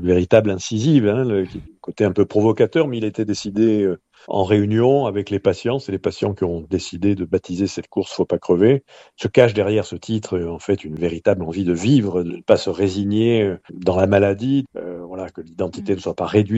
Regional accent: Marseille, Provence-Alpes-Côte d'Azur, France; born or raised there; now in Perpignan, France

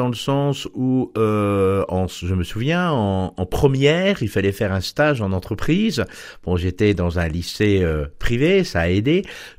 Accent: Alençon, Normandy, France; Mais oui, je suis normand d'origine, né à Alençon, baptisé dans les fonts baptismaux de Thérèse.

